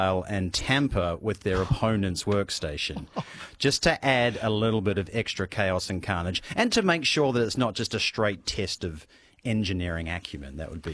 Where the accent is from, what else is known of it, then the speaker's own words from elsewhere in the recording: New Zealand; moved away as an adult; You know, I'm from New Zealand originally, and New Zealand, up until I think maybe 6 months ago, didn't have an IKEA. So I didn't grow up with IKEA being the sort of cultural staple that it is.